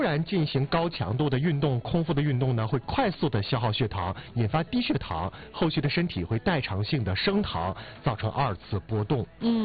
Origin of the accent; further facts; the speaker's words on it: Northeast China, China; 这就是我们东北人每一个孩子里边心底的一个很深沉的爱了